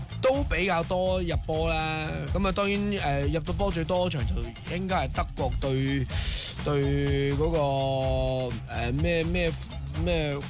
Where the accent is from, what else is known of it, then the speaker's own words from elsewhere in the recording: Guangdong, China; 所以我哋广东人好 peace 嘅